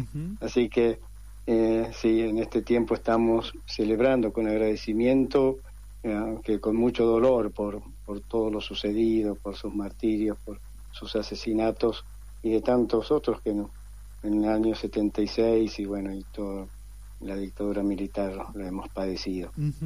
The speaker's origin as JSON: {"language": "Spanish", "region": "Buenos Aires", "country": "Argentina", "moved": "as an adult", "said": "yo soy de Buenos Aires, pero vine a incorporarme en la pastoral"}